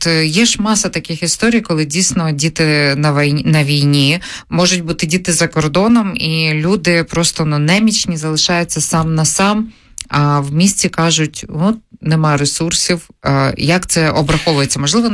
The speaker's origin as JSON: {"language": "Ukrainian", "town": "Brovary", "region": "Kyiv Oblast", "country": "Ukraine", "tie": "born or raised there", "said": "із моїх рідних Броварів"}